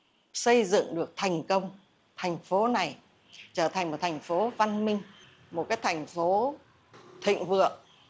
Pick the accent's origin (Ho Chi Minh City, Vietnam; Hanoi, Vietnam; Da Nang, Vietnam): Ho Chi Minh City, Vietnam; thành phố quê hương của tôi